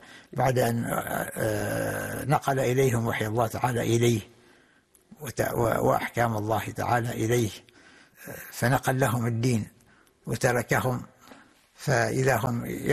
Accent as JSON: {"language": "Arabic", "country": "Oman", "said": "وكم هنا عندنا في عمان حقيقة كم من نساء نسمع عنهن"}